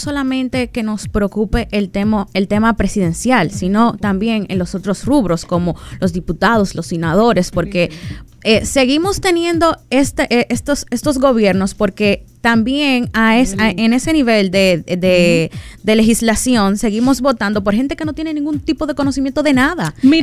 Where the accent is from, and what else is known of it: Dominican Republic